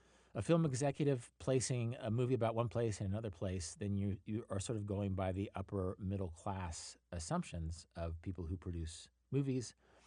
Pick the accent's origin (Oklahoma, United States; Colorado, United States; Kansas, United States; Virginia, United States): Kansas, United States; And as a person with a fierce pride from my home state